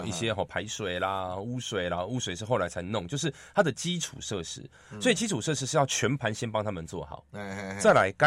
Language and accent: Chinese; Taipei, Taiwan; 我们台北人